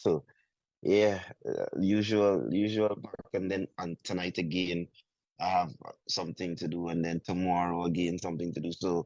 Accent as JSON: {"language": "English", "country": "Guyana", "said": "And I'm happy I'm from Guyana and I always in the pool"}